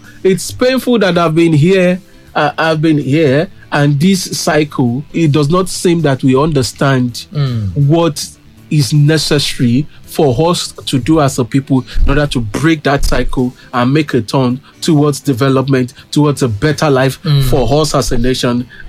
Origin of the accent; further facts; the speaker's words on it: Nigeria; first as an individual, and then as a Nigerian, then as an African, as a global citizen